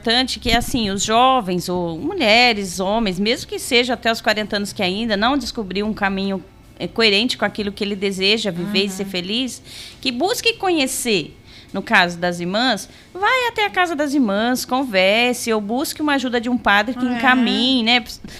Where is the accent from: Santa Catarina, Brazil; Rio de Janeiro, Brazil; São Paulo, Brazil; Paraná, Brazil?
São Paulo, Brazil; Colina; born there; now in Itapetininga, Brazil; eu sou lá da cidade de Colina, ao lado da cidade de Barretos.